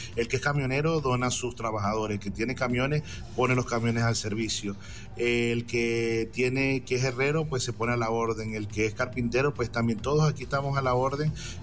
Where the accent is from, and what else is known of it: Venezuela